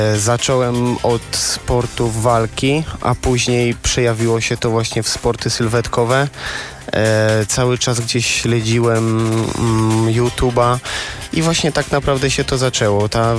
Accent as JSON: {"language": "Polish", "town": "Sochaczew", "region": "Masovian Voivodeship", "country": "Poland", "tie": "born there", "said": "Jestem z Sochaczewa, tu się urodziłem i tutaj teraz też mieszkam."}